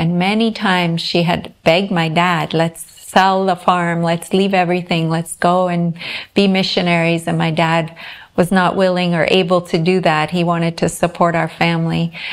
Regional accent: Whitemouth, Manitoba, Canada; now in Visakhapatnam, India; a nice Indian name. I'm from White Mouth, Manitoba, Canada. Small town there, and I'm living now in Visakhapatnam, India.

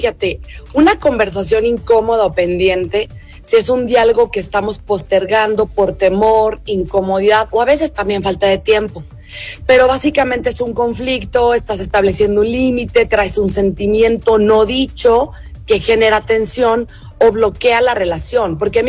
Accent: Saltillo, Coahuila, Mexico; moved away as an adult; now in León, Mexico; yo soy una mujer saltillense que vive en el Bajío desde hace 27 años. Siempre digo que soy la norteña más leonesa

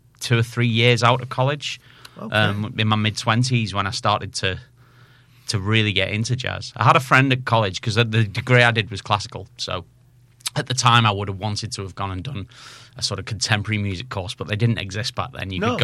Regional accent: Widnes, North West England, United Kingdom; also born or lived in Colchester; now in Liverpool, United Kingdom; I'm from Widnes originally.

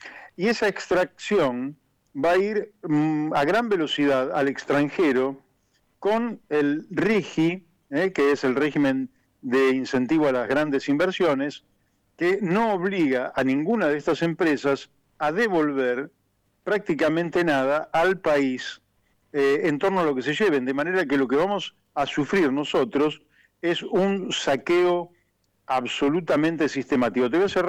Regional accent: Argentina; nosotros somos Argentina

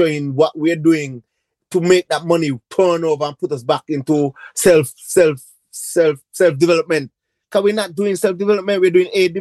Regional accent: Montserrat; moved away

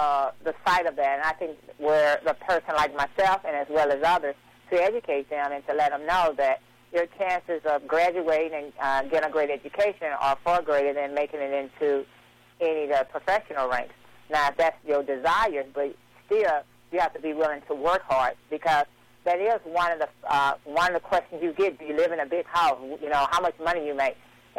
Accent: East St. Louis, Illinois, United States; my hometown of East St. Louis

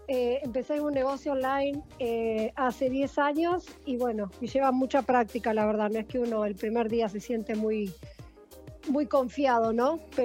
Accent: Argentina; moved away as an adult; now in Miami, United States; Yo soy argentina, así es.

